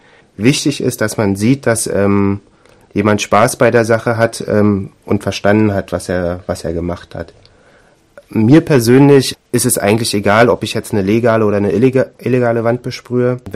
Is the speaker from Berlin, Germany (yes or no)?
yes; Berlin, Germany; moved away as an adult; now in Dresden, Germany; ich komme aus Berlin, studiere jetzt hier in Dresden Kunst an der HFBK